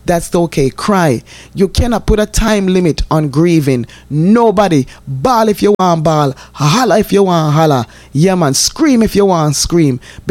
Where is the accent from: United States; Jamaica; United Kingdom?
Jamaica; moved away; Because I remember growing up in Jamaica